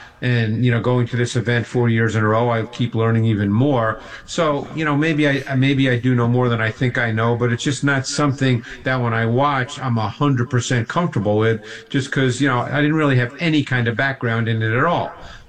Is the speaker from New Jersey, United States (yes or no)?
no; New York, United States; So when I grew up in Queens, which was in, you know, like the 60s, there was a bowling alley that was within walking distance of where I grew up.